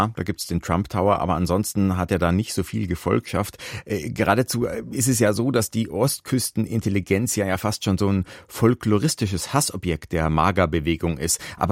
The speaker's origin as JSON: {"language": "German", "country": "Germany", "said": "da bin ich eben Deutscher"}